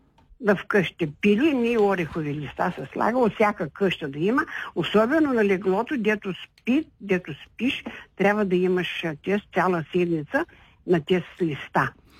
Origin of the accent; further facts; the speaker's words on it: Aydemir, Silistra Province, Bulgaria; moved away as an adult; now in Silistra, Bulgaria; аз съм от Айдемир. Там живях 20 години у Айдемир.